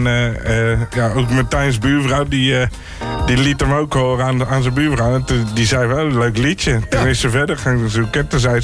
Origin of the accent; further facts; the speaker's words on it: Utrecht, Netherlands; Ik ben een Utrechter, maar.